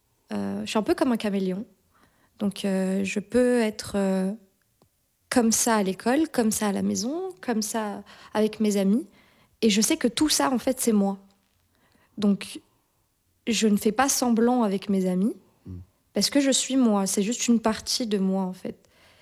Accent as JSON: {"language": "French", "country": "Morocco", "tie": "born there", "moved": "yes", "said": "je ne suis pas née ici. Je suis née au Maroc."}